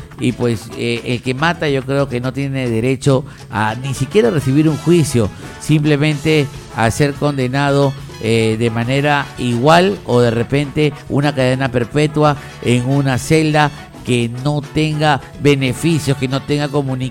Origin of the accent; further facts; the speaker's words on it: Peru; ciudadano responsable que somos todos los peruanos